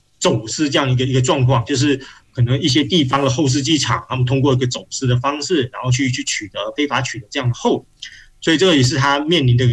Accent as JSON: {"language": "Chinese", "region": "Guangxi", "country": "China", "said": "来我们广西这边"}